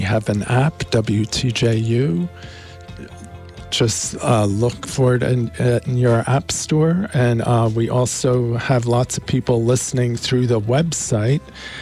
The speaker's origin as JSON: {"language": "English", "town": "Philadelphia", "region": "Pennsylvania", "country": "United States", "tie": "born or raised there", "moved": "yes", "lives_now": "Virginia, United States", "said": "I grew up on the other side of the state and in Philly"}